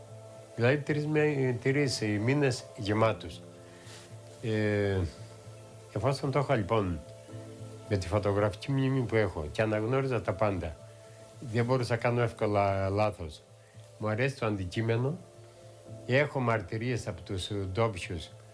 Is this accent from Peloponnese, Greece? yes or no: no; Kritsa, Crete, Greece; από τη μέρα που γεννήθηκα στην Κριτσά, όλο το χειμώνα είμαι από την Κριτσά και κάτω, όλο το καλοκαίρι είμαι από την Κριτσά και πάνω στο οροπέδιο του Καθαρού, 3 μήνες.